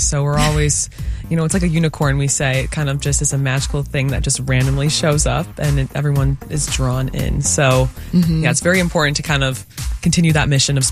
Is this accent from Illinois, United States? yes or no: yes; Chicago, Illinois, United States; I'm from Chicago